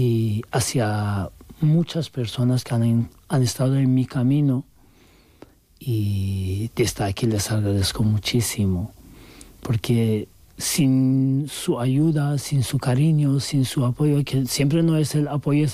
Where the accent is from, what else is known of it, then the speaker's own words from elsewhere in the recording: Turkey; Spanish is a second language; now in Spain; da igual que seas también turco, porque digo, soy turco y podía pasar más